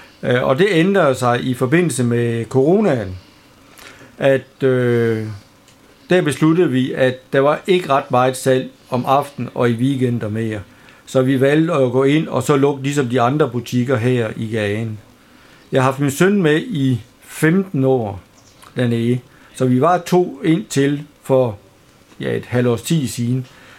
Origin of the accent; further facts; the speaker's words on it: Randers, Central Denmark Region, Denmark; det var i Randers, hvor jeg oprindeligt kommer fra